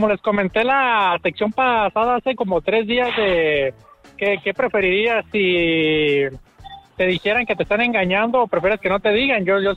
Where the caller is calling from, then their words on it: Guadalajara, Jalisco, Mexico; de Guanatos.